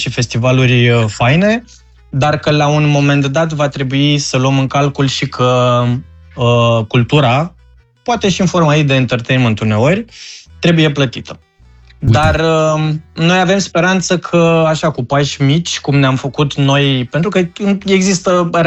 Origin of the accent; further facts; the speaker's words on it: Focșani, Vrancea County, Romania; also born or lived in Bucharest; now in Timișoara, Romania; eu de fapt sunt din Focșani-Vrancea, deci din patria vinului.